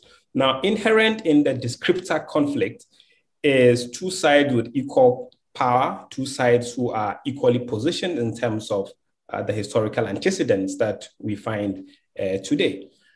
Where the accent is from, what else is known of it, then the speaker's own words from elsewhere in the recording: Ghana; growing up in Ghana